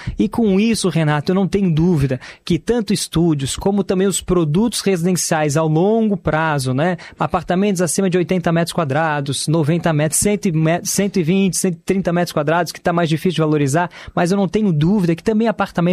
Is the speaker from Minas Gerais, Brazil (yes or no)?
no; Florianópolis, Santa Catarina, Brazil; born there; assim como manezinho, eu sou a quinta geração da minha família aqui dentro dessa cidade